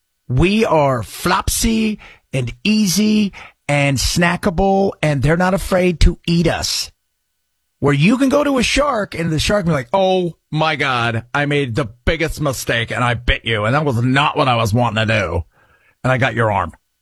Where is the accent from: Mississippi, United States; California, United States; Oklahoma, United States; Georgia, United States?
California, United States; I was born and raised in California. Born and raised in California. I'm 54. I've probably spent almost 40 years of my life in California.